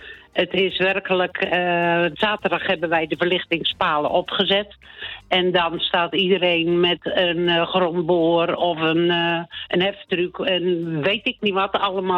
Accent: Oudkerk, Friesland, Netherlands; wij komen natuurlijk zelf van Oudkerk.

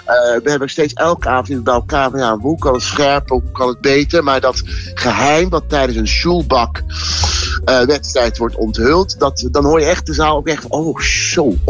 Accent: IJsselmonde, South Holland, Netherlands; born there; En ik ben natuurlijk geboren in IJsselmonde.

